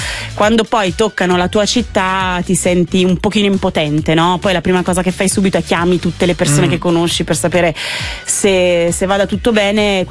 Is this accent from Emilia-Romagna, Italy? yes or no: yes; Carpi, Emilia-Romagna, Italy; io sono di Carpi, in provincia di Modena. Insomma, Modena la conosco molto bene.